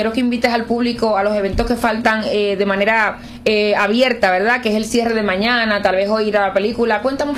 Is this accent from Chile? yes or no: no; Dominican Republic; para que podamos abrazarnos, disfrutar, compartir como hermanos dominicanos